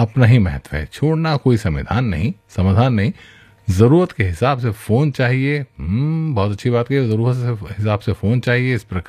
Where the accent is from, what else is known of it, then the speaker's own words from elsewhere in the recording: Ghaziabad, Uttar Pradesh, India; मैं गाज़ियाबाद से हूँ।